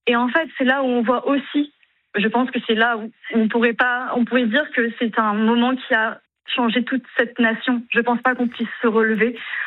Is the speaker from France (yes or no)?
yes; France; je suis française, être juive dans le privé